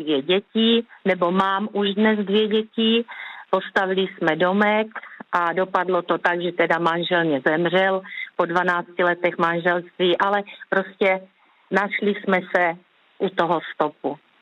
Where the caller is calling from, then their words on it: South Moravian Region, Czechia; Jsem z Jižní Moravy od Hodonína z Podluží.